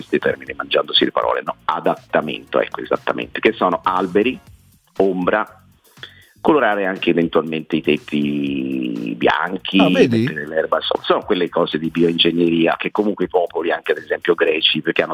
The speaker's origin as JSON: {"language": "Italian", "town": "Florence", "region": "Tuscany", "country": "Italy", "said": "perché poi sono fiorentino"}